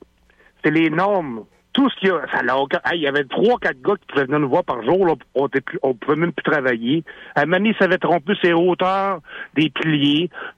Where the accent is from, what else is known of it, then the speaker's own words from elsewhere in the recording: Thetford Mines, Quebec, Canada; Bon, ben, regardez, moi je viens de Tetford.